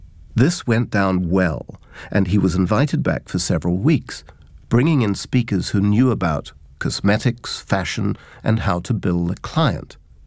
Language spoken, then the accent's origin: English; England, United Kingdom; growing up in England. Coming from a sheltered environment